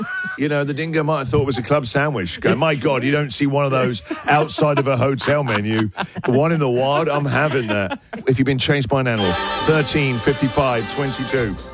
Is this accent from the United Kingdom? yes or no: yes; England, United Kingdom; The kids really want to see wombats. We're English. We've never seen a wombat.